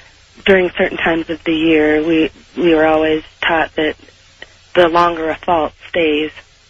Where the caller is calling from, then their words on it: Colorado, United States; I'm in Colorado, the lovely state of Colorado.